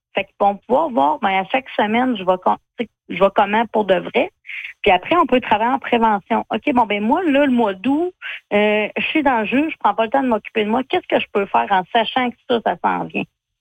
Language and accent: French; La Pocatière, Quebec, Canada; Dans le fond, moi, je viens du Bas-Saint-Laurent, la Pocatière, très agricole. Donc, mes grands-parents avaient une ferme. Tout le monde avait des fermes, mes oncles et tout.